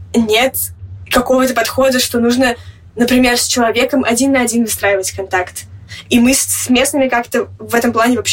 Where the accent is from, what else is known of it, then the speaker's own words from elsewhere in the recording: Moscow, Russia; moved away; девочка из Москвы